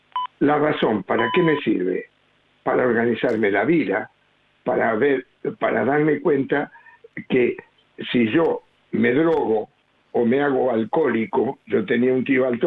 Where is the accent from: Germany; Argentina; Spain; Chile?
Argentina; Ciudadela, Buenos Aires Province; born there; now in Junín, Argentina; Nací en Capital, pero viví muchos años en Ciudadela, hasta que después me vine a Junín, porque compré una chacra para vivir con la naturaleza.